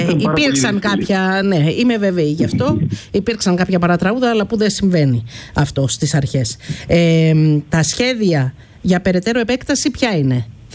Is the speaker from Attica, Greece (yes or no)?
yes; Athens, Attica, Greece; Εγώ είμαι Αθηναία, δεν την ξέρω καλά τη Θεσσαλονίκη